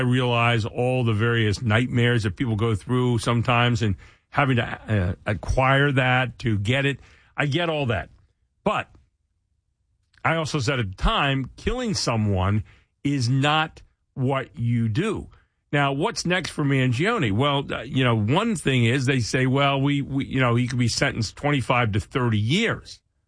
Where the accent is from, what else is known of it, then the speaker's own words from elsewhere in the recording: Pennsylvania, United States; now in York, Pennsylvania, United States; I'm from Pennsylvania. I live up here in York, Pennsylvania, about 45 minutes north.